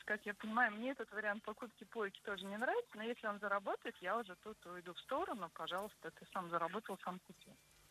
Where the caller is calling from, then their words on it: Moscow, Russia; из Москвы.